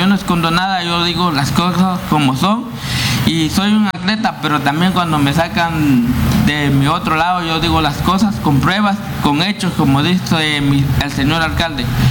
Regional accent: Sacatepéquez, Guatemala; born there; Yo soy nacido en Zacatepeques, más conocido la tierra de Antigua Guatemala. Ahí vengo yo

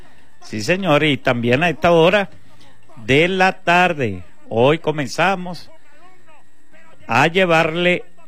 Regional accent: Venezuela; nos identifica como excelentes venezolanos

